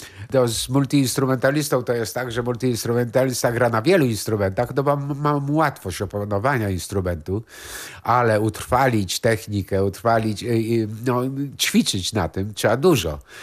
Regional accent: Police, West Pomeranian Voivodeship, Poland; also born or lived in Zgorzelec; będąc w domu dziecka w Policach, to jest koło Szczecina.

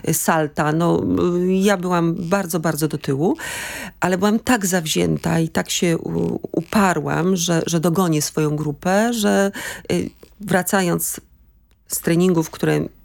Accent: Szczecin, West Pomeranian Voivodeship, Poland; bo ja się urodziłam w Szczecinie i pierwsze swoje lata młodości spędziłam dzieciństwa w Szczecinie

